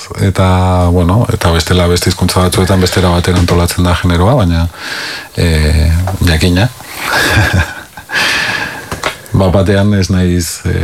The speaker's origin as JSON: {"language": "Basque", "town": "Vitoria-Gasteiz", "region": "Basque Country", "country": "Spain", "said": "ni Gasteizkoa naiz, eta hau duela 50 urte ezagutu zuenak hau ikusi"}